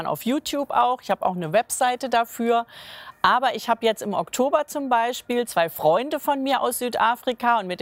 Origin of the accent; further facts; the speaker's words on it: Bad Emstal, Hesse, Germany; in meinem kleinen Ort, aus dem ich komme, aus Nordhessen, in Bad Emstal